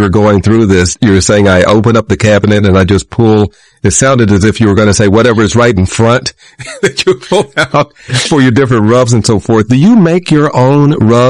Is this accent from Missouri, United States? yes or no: yes; Kansas City, Missouri, United States; A personal story. I grew up in Kansas City.